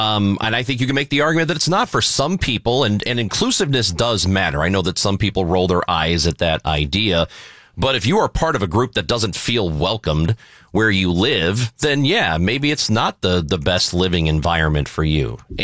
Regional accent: Granite City, Illinois, United States; now in Missouri, United States; I grew up 10 minutes from here. It's not like I grew up in Chicago. I grew up in Granite City.

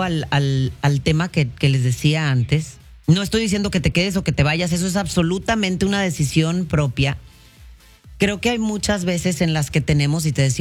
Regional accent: Mexico; now in United States; Yo soy mexicana, criada en México, con papás criados en México, nacida aquí, pero... me crié en México toda la vida.

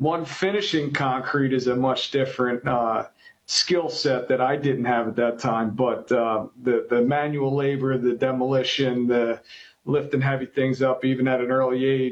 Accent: Wilmington, Delaware, United States; Yeah, from Wilmington, Delaware. Mm-hmm. I have two brothers and a sister. I am the second oldest.

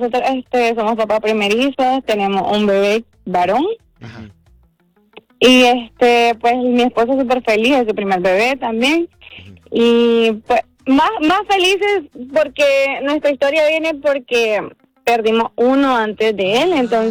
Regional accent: Nicaragua; Nosotros somos de Nicaragua.

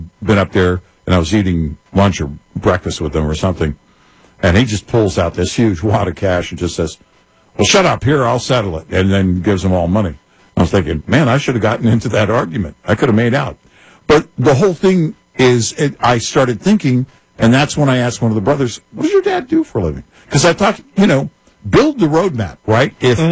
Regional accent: Scotland, United Kingdom

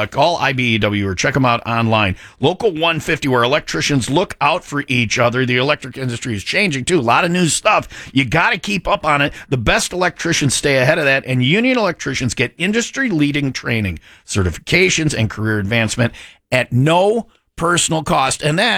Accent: Wisconsin, United States; I grew up as a hoodlum in Wisconsin.

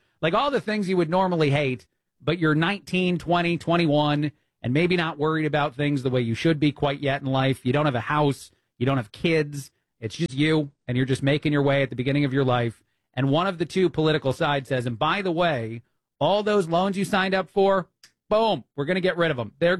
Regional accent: New Jersey, United States; I'm from Jersey. I'm an Italian from Jersey.

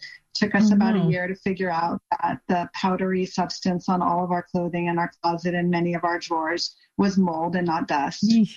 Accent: Del Mar, California, United States; from Del Mar, California.

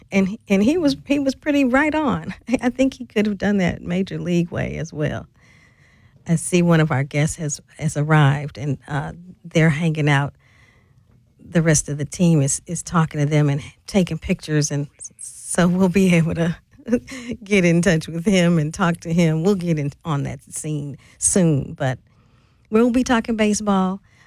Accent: St. Louis, Missouri, United States; When I grew up, as I mentioned, I grew up in St. Louis.

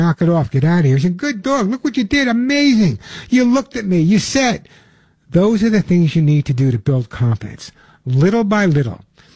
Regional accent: New York, United States; but I grew up on Long Island. You can never tell, right? I have no accent. Long Island, I said it.

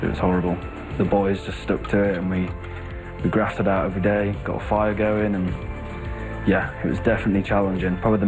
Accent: Wales, United Kingdom; 24 years old. I'm from Wales in the UK

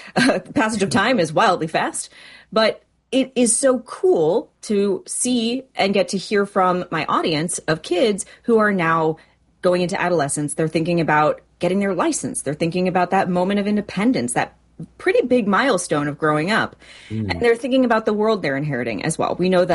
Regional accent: Marshfield, United States; also born or lived in Chicago / New York; now in Los Angeles, United States; So I'm from Marshfield, and then I was in Chicago and then New York, and then I was in LA. And I moved

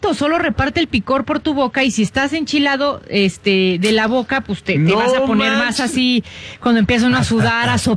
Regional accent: Mexico; now in United States; Ni nosotros a veces como mexicanos.

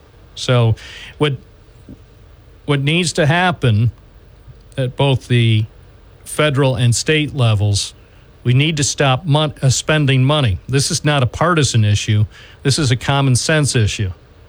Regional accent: United States; as an American who pays lots of taxes

